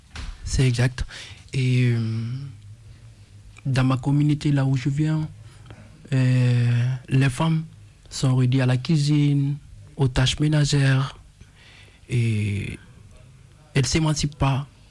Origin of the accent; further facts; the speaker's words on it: Guinea; moved away; le rythme de chez moi, de la Guinée qu'on a.